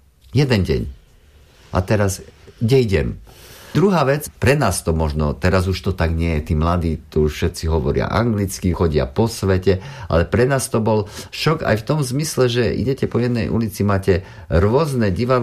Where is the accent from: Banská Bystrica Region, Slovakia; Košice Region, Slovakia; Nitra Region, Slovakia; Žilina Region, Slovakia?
Košice Region, Slovakia; Košice; now in Germany; ja mám dva domovy. Som Košičan, teda vyrastal som v Košiciach, ktorý žije v Nemecku a mám dva domovy.